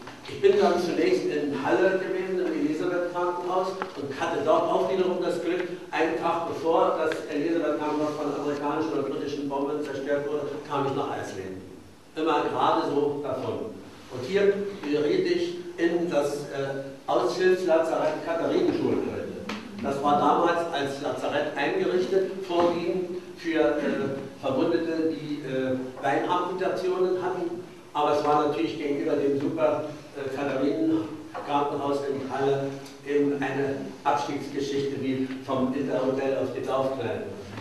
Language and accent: German; Königsberg, Kaliningrad Oblast, Russia; Ich hatte 1943 in Königsberg, meiner Heimatstadt, das Abitur gemacht